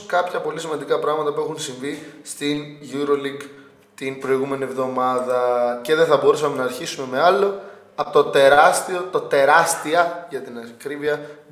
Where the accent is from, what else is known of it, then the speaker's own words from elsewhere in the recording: Peloponnese, Greece; στα μέρη μας, στη Λακωνική Γη